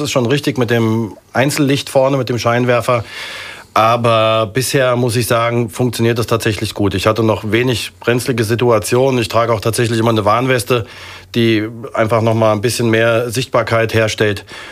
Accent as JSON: {"language": "German", "town": "Wiesbaden", "region": "Hesse", "country": "Germany", "tie": "born or raised there", "said": "Ich bin in Wiesbaden groß geworden"}